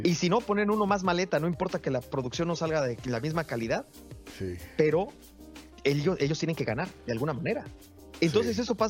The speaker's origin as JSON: {"language": "Spanish", "country": "Mexico", "moved": "yes", "lives_now": "United States"}